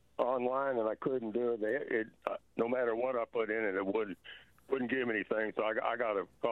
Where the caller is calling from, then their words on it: Kentucky, United States; I'm calling from Deep Grave, Kentucky